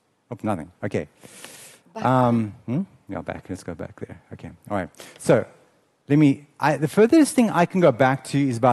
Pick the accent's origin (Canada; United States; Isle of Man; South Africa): South Africa; first language Afrikaans; English is a second language; moved away; I am from South Africa.